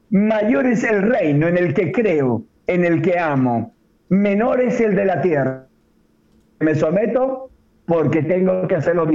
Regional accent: Argentina; porque soy ciudadano todavía como argentino

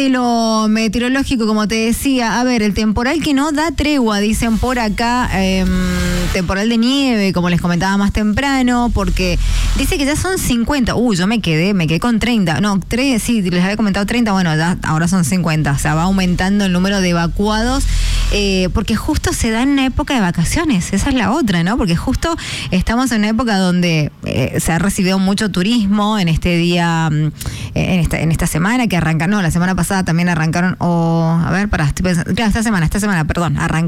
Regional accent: Argentina; como argentinos luchadores y resilientes que somos

